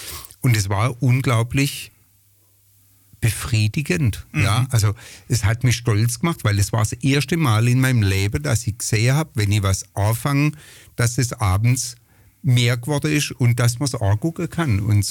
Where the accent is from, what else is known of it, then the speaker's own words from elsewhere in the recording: Pforzheim, Baden-Württemberg, Germany; bin am 20. April 1963 in Pforzheim als zweiter Sohn eines selbstständigen Maler- und Lackierermeisters geboren worden